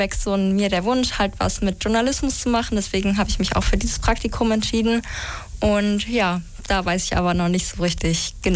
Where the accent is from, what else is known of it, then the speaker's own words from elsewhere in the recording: Wittichenau, Saxony, Germany; Ja, also ich komme aus Wittichenau und ich bin jetzt 15 Jahre alt.